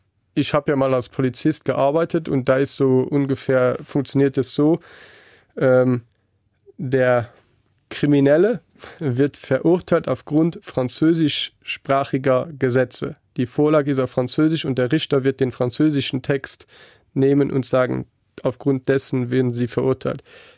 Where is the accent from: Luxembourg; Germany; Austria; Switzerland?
Luxembourg; first language Luxembourgish; German is a second language; Also ich habe einen Luxemburger Vater und eine holländische Mutter, bin aber in Luxemburg aufgewachsen. So eigentlich zu Hause haben wir Luxemburgisch geredet. Meine Mutter hat ein wenig versucht, mit uns Holländisch zu reden.